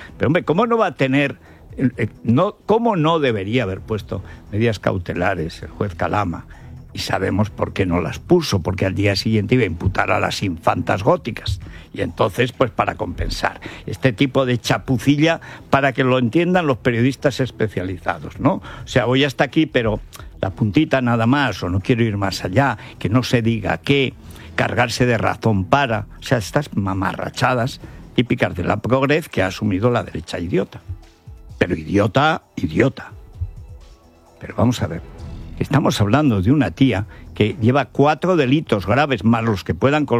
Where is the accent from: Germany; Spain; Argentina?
Spain; Aragon; No, sí, pero yo, porque soy aragonés, pero tengo razón.